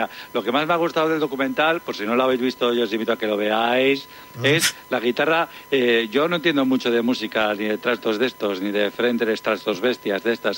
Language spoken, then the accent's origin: Spanish; Bilbao, Basque Country, Spain; sabéis que soy de Bilbao, que quería